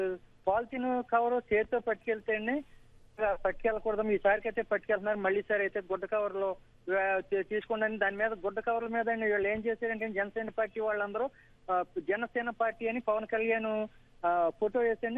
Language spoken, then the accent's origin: Telugu; Andhra Pradesh, India; అయితే madam, youth యువశక్తి అంటే madam, మాది ఆంధ్రప్రదేశ్ అండి.